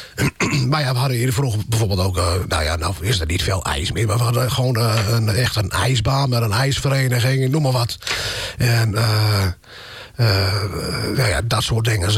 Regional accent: Winschoten, Groningen, Netherlands; moved away as an adult; En vanaf mijn, wat was het? 24ste geloof ik, ben ik naar Nieuweschans gegaan. En sinds die tijd ben ik uit Winschoten weg.

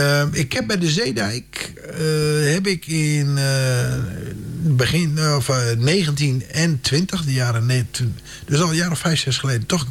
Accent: Westerwolde, Groningen, Netherlands; Nou, ik kwam natuurlijk uit Vesterwolde.

